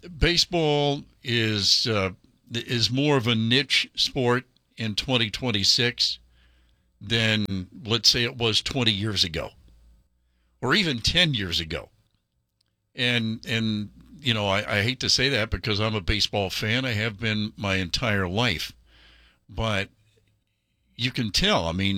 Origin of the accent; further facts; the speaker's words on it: Ohio, United States; I'm from Ohio, so maybe a little biased there